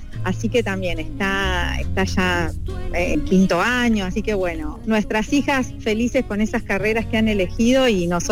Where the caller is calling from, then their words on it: Chascomús, Buenos Aires Province, Argentina; Él se llama Jorge … somos de Chascomús